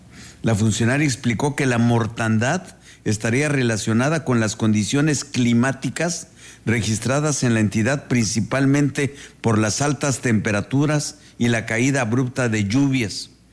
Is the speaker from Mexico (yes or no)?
yes; La Trinitaria, Chiapas, Mexico; moved away; allá en la zona de Comitán, de la Trinitaria, de donde soy, allá la Trinitaria, le decimos Sisim.